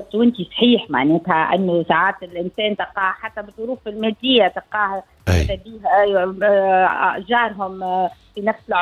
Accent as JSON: {"language": "Arabic", "country": "Tunisia", "said": "عندنا في تونس"}